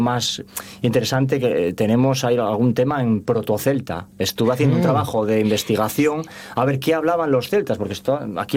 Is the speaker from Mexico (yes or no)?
no; Carreño, Asturias, Spain; now in Avilés, Spain; Yo llevo muchos años afincado en Áviles, pero realmente soy de Carreño.